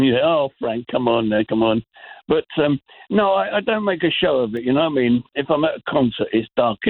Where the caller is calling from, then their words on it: Dundee, Scotland, United Kingdom; I'm finally from Dundee.